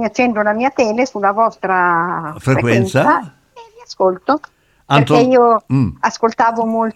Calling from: Lodi Vecchio, Lombardy, Italy; Mi chiamo da Lodivecchio, in provincia di Lodi

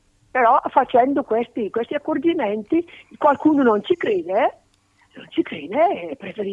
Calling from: Rovato, Lombardy, Italy; da Rovato.

